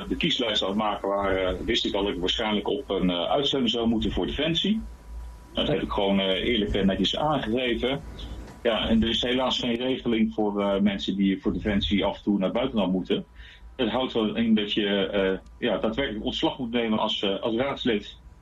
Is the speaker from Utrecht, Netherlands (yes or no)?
yes; Rhenen, Utrecht, Netherlands; also born or lived in Gorinchem; in 1980, dus dat betekent dat ik nu 45 jaar ben. 46 wordt dit jaar. Ik ben uiteindelijk geboren in Gorinchem, maar eigenlijk opgegroeid getogen in Rhenen. Niet Rhenen, maar Rhenen bij Wageningen.